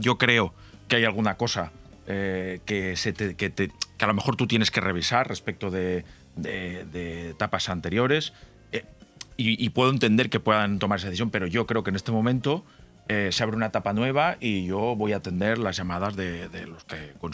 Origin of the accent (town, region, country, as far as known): Benidorm, Valencian Community, Spain